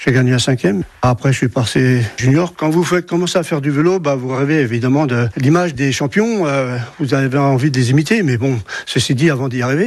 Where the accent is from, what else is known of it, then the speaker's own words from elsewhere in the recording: Sochaux, Bourgogne-Franche-Comté, France; also born or lived in Flamanville, Normandy; Mes parents sont partis en 1960 pour le travail, puisque la mine de Flamanville avait fermé. Comme la mine qui faisait vivre tout Flamanville, enfin tout le canton des Pus, quoi. Donc il n'y a plus de travail, donc on est parti à Sochaux, quoi, chez Peugeot. J'ai grandi là-bas